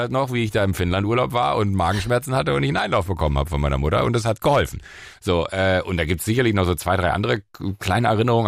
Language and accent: German; Rhineland, Germany; Also ich bin im Rheinland da groß geworden, ich bin mit dem Fahrrad in irgendwelche Wälder gefahren, wir haben irgendwelche Hütten gebaut